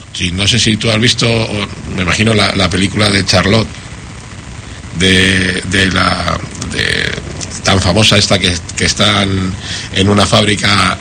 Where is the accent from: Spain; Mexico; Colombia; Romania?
Spain; now in Argentina; vengo de España